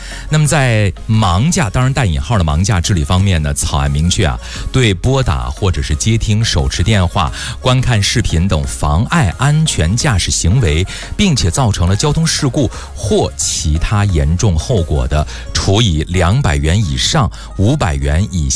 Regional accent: Beijing, China; 东到平谷新城，也就是我老家啊

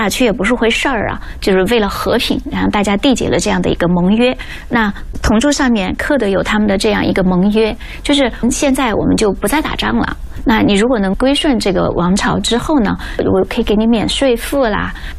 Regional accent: Xiangxi, Hunan, China; 因为我是湘西人，我很了解这样的一些地方。

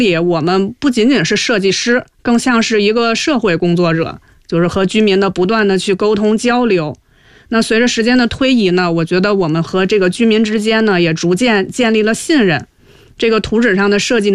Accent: Beijing, China; 我也是北京长大的小孩呀

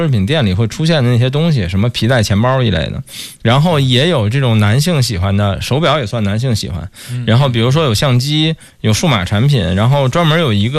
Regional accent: Beijing, China; 作为一个北京人

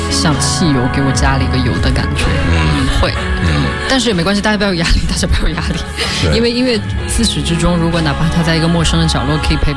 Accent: northern China, China; 因为我也是北方小孩，所以都是比较干的地方

